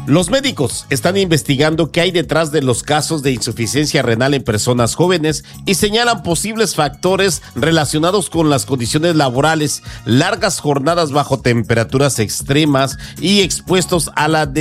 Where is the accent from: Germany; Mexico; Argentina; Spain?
Mexico; nosotros como mexicanos nos sentimos orgullosos